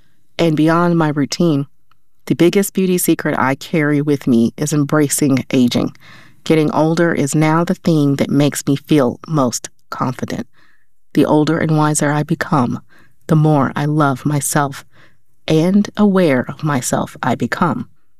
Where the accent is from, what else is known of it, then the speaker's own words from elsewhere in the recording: the South, United States; Since I'm from the South, rocking natural hair was a big deal for me.